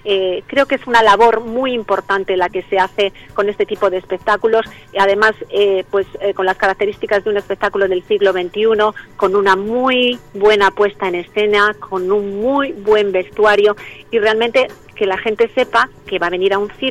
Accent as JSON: {"language": "Spanish", "town": "Bilbao", "region": "Basque Country", "country": "Spain", "said": "A ver, pues no sé si se me nota todavía un poco en el acento, porque claro, ya de tantos años en el circo ya sabes que es universal, internacional, y que habemos personas de todos, de toda índole, de todos los lados."}